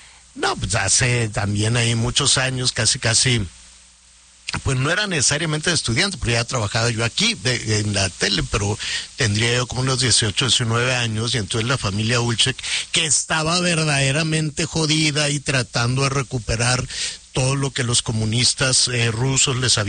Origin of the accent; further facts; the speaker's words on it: Mexico; Somos los mexicanos, ¿verdad? Cuando te encargan a alguien, lo primero que estás pensando en qué fregado le vas a dar de comer.